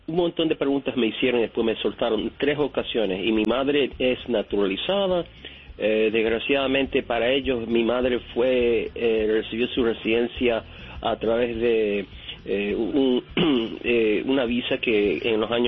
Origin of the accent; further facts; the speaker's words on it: United States; born there; mi padre es de Puerto Rico y mi madre es del Ecuador. So, yo soy nacido en los Estados Unidos, so, ellos creen que yo soy de...